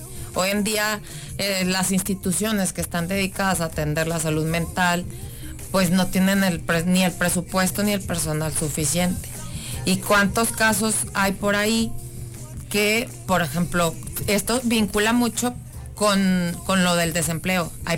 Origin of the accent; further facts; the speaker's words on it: Saltillo, Coahuila, Mexico; born there; soy nacida aquí en Saltillo, Coahuila, en el hospital universitario, el hospital más saltillense.